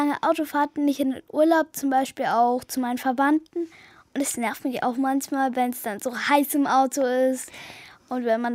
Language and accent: German; Felden, Germany; Ich komme aus Felden.